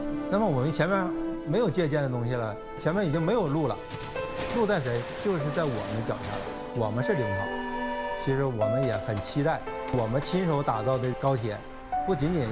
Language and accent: Chinese; China